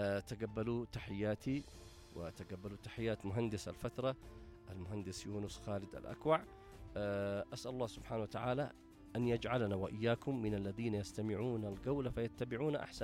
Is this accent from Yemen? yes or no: yes; Yemen; احنا الآن الشعب اليمني